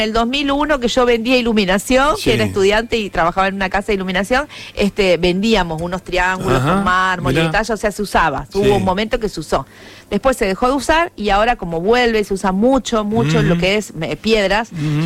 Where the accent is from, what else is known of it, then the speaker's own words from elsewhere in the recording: Piamonte, Santa Fe, Argentina; moved away as an adult; now in Rosario, Argentina; No, vine a estudiar a los 18 años a Rosario, como viste, hacemos muchos, y me quedé. Yo soy de un pueblo de la provincia de Santa Fe que se llama Piamonte, y de 3.000 habitantes, y me enamoré de Rosario. Para mí yo soy rosarina.